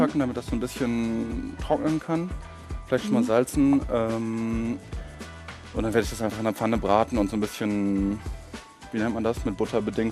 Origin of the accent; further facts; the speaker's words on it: Oldenburg, Lower Saxony, Germany; born there; Ich bin in Oldenburg geboren, also fast Ostfriese, aber nicht ganz.